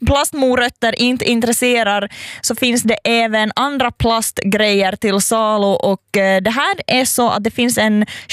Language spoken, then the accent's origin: Swedish; Ostrobothnia, Finland; Österbotten, för det är ju min hemtrakt.